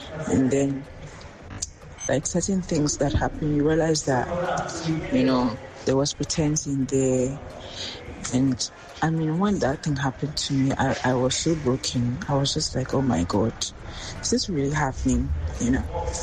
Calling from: Accra, Greater Accra, Ghana; I am from Cantonment.

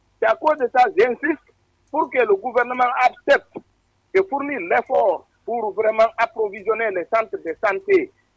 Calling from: Dalaba, Mamou Region, Guinea; ceux qui sont chez moi à Dalaba

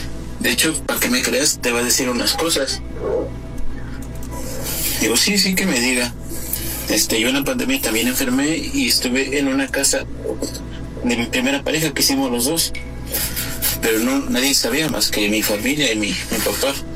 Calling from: Toluca, State of Mexico, Mexico; De aquí de Toluca, en el Esta

